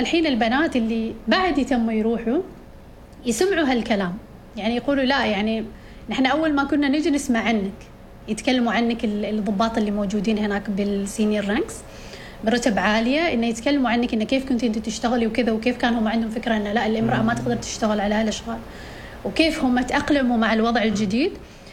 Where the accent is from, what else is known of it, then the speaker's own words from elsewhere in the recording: Oman; نحن من سلطنة عمان